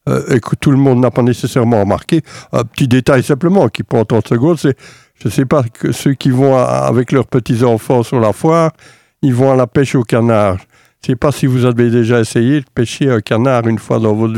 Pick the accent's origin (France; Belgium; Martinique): Belgium; Liège, Wallonia; En fait, je viens en effet de Benezet. Pour vos auditeurs de la région qui ne savent peut-être pas vraiment où c'est sur les hauteurs de Liège.